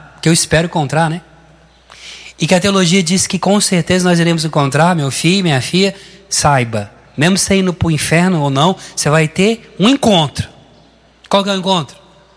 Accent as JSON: {"language": "Portuguese", "town": "Barretos", "region": "São Paulo", "country": "Brazil", "said": "Eu sou de Barretos, tá? Terra do peão."}